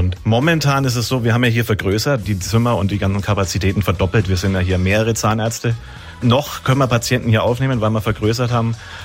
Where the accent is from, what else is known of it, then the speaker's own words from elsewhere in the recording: Donndorf, Bavaria, Germany; ich bin ja Lokalmatador. Ich komme aus Donndorf